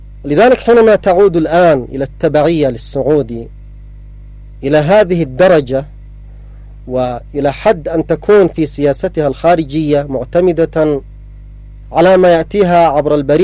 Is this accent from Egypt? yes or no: no; Yemen; عندنا في اليمن